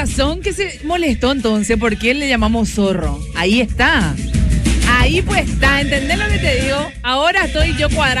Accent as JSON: {"language": "Spanish", "country": "Paraguay", "said": "comúnmente nosotros acá, como paraguayos, estamos acostumbrados a decir el zorro."}